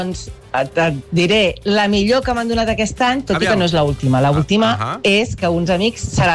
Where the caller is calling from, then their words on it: Riells del Fai, Catalonia, Spain; de Riells del FAI.